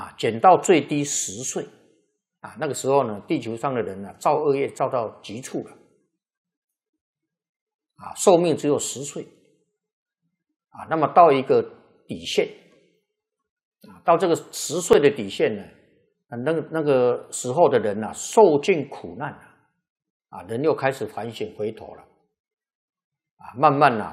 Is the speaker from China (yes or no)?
no; Taiwan